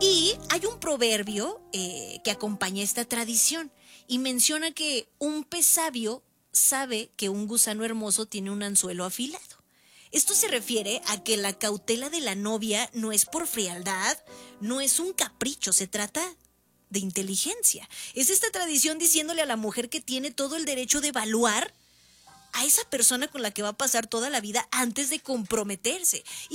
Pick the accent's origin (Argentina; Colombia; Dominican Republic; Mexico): Mexico; porque tal vez como mexicanos hemos ido saliendo de algunos moldes que se nos hacía muy difícil comprender de lo que pasaba con nuestros abuelos